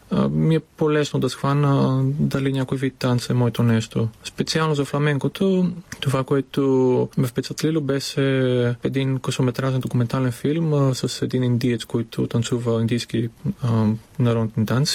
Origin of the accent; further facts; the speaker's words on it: Veria, Central Macedonia, Greece; Bulgarian is a second language; moved away as an adult; also born or lived in Larissa, Greece; now in Sofia, Bulgaria; родния ми град Верия